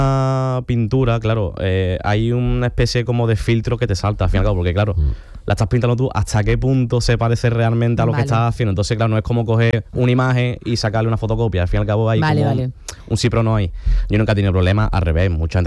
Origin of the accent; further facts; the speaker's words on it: Seville, Andalusia, Spain; Tengo que barrer para casa, para mi barrio de Pino Montano.